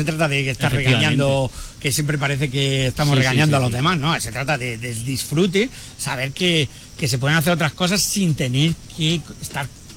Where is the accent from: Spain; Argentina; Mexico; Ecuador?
Spain; Almanzora Valley, Andalusia; now in Granada, Spain; he recorrido todo el Valle de Almanzora hasta llegar aquí y bueno, pues me ha traído estos paisajes tan sugerentes y que soy de la tierra.